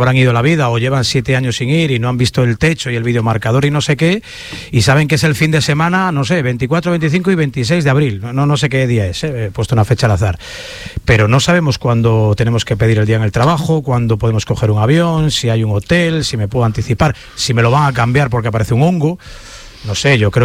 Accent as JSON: {"language": "Spanish", "town": "Vigo", "region": "Galicia", "country": "Spain", "said": "Yo vengo es que de Vigo"}